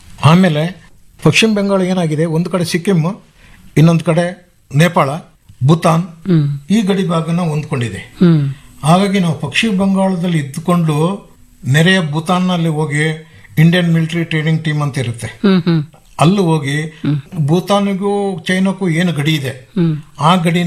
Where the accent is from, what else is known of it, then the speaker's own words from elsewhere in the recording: Kodagu, Karnataka, India; ನಾವು ಕೊಡಗಿನಲ್ಲಿ ಕಾಡಲ್ಲಿ ಬೆಳೆದವರು